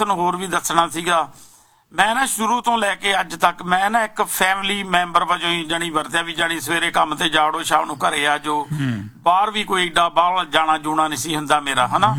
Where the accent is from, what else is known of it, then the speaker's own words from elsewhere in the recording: Moga, Punjab, India; proper Moga ਸ਼ਹਿਰ ਹਾਂਜੀ ਮੈਂ ਤਾਂ ਉੱਥੇ ਜੰਮਿਆ ਪਲਿਆ ਜੀ ਤੇ ਪਿੰਡ ਸਾਡਾ ਨਾਲ ਸੀਗਾ ਸਲੀਨਾ